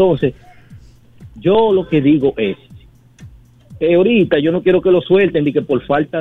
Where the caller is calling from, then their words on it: Herrera, Santo Domingo, Dominican Republic; de Herrera